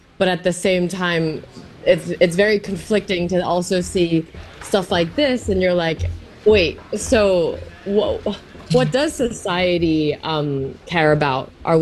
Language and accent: English; Shanghai, China; English is a second language; I grew up half Chinese in Shanghai. I compete for the German national team. I'm German Chinese